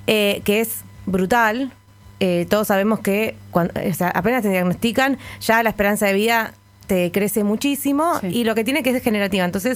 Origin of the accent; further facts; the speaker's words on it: Argentina; como cualquier argentino o argentina de bien